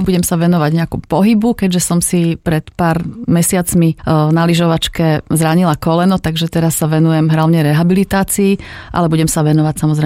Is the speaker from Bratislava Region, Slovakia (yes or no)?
yes; Bratislava, Bratislava Region, Slovakia; pochádzam z Bratislavy a som vyslovene mestský typ.